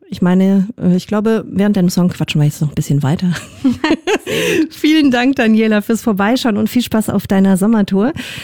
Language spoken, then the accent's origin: German; Luxembourg; Ich bin in Luxemburg aufgewachsen und Berlin ist so viel anders.